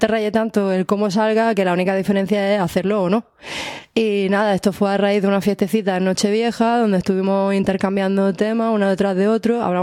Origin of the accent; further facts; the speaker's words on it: Almería, Andalusia, Spain; No sé por qué, soy de Almería, pero digamos que llegué a eso antes que ninguna otra cosa.